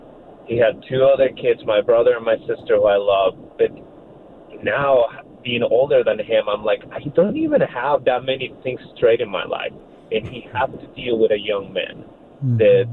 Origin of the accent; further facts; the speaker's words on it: Venezuela; moved away as an adult; now in United States; I was born in Venezuela, and I was there until I was 18.